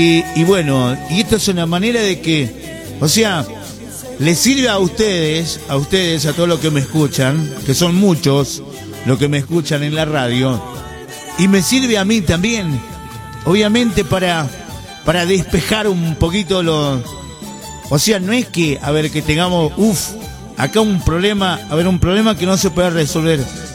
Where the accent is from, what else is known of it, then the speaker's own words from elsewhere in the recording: El Quebrachal, Salta, Argentina; now in Salta, Argentina; yo vengo de Quebrachal, vengo de una familia muy humilde